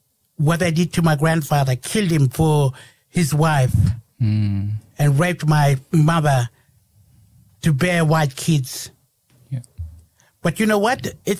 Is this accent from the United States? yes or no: no; Australia; We are Australian. We're the First Nation, darling. You give us our land back.